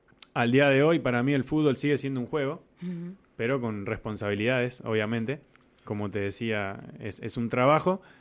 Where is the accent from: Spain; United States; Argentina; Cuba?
Argentina; Rodeo del Medio, Mendoza; como hacía yo cuando era chiquito, en Rodeo del Medio, en mi barrio